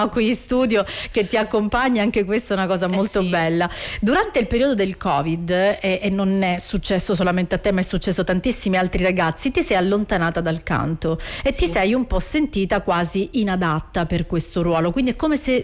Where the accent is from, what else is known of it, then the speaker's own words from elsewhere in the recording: Sicily, Italy; siamo siciliane entrambe